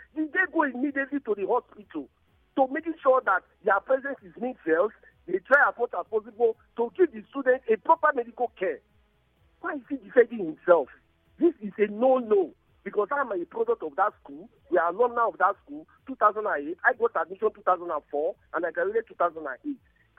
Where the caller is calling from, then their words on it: Port Harcourt, Rivers, Nigeria; I'm calling from Port Hackett.